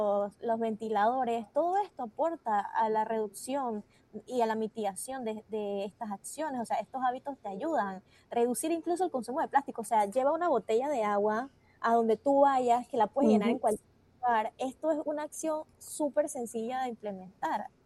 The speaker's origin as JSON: {"language": "Spanish", "country": "Panama", "said": "tenemos 122 áreas protegidas que son nuestras como panameños"}